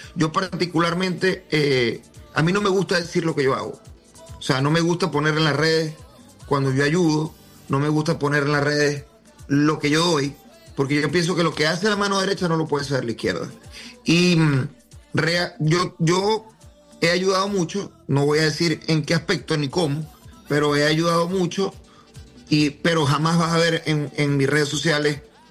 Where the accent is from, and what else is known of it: Venezuela